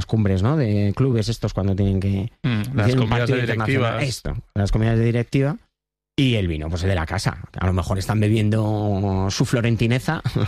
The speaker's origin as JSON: {"language": "Spanish", "town": "Leganés", "region": "Community of Madrid", "country": "Spain", "tie": "born or raised there", "said": "aunque he criado en Leganés, yo no le tengo especial jerita al Getafe."}